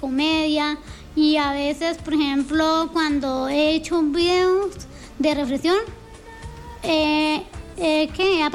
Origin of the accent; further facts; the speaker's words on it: Cúcuta, Norte de Santander, Colombia; soy actriz cucuteña.